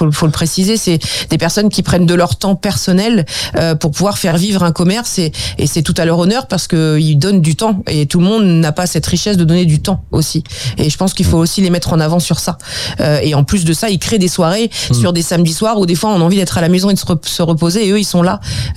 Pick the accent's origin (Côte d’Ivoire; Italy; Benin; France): France; Bernay-en-Champagne, Pays de la Loire; on est des enfants de la campagne, on est né ici. Moi je suis de Bernay en Champagne, était né de Vallon-sur-Gers, donc on est vraiment d'ici.